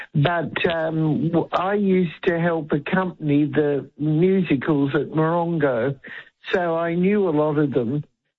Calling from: Geelong, Victoria, Australia; I'm ringing from Geelong.

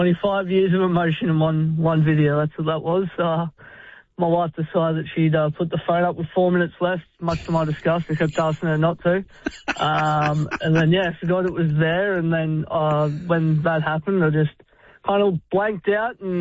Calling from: Brisbane, Queensland, Australia; I'm from Brisbane myself

